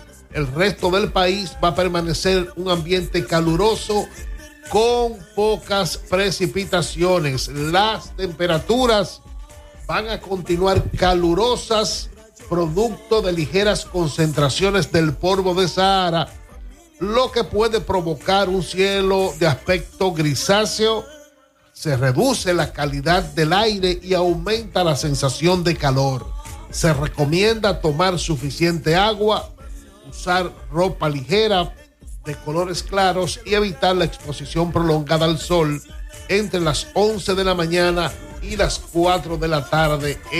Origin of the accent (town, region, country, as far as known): Dominican Republic